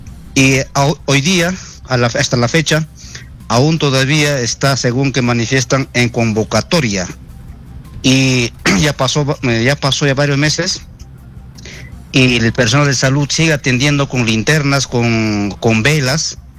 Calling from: Paucarbamba, Huancavelica, Peru; Le estoy llamando desde Huancavelica. Ya. Churcampa, Paucarabamba.

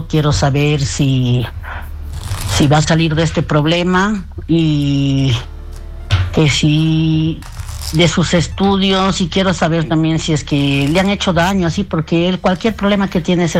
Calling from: Huancayo, Junín, Peru; De Huancayo.

